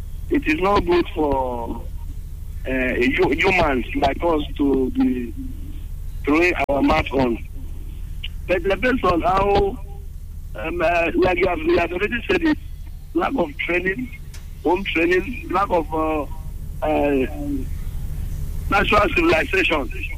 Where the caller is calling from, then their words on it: Onitsha, Anambra, Nigeria; I'm calling from Onitsha here.